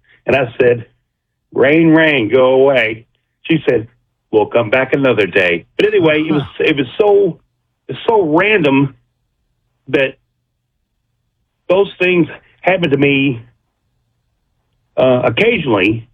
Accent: Louisville, Kentucky, United States; I'm from Louisville, Kentucky.

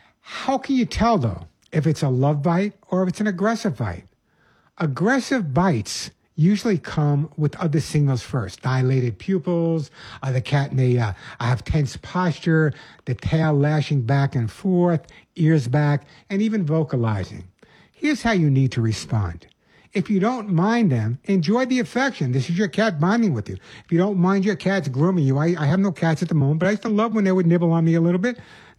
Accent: Oceanside, New York, United States; also born or lived in Bronx, United States / Queens, United States; I was born in the Bronx, grew up part of my life in Queens in Rockaway Beach, and then most of my time on Long Island in Oceanside.

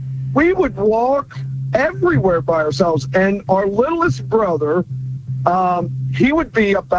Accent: Xenia, Ohio, United States; I grew up in Xenia

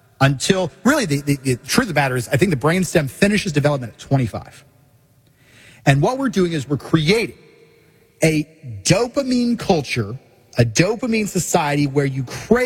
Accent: Missouri, United States; I'm from Missouri.

